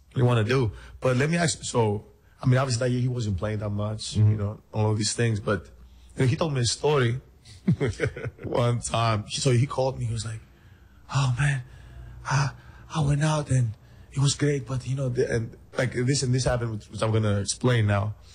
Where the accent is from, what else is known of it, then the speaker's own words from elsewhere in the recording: Greece; now in United States; We kind of thought, you know, we come from Greece. So Greece is like 11 million people.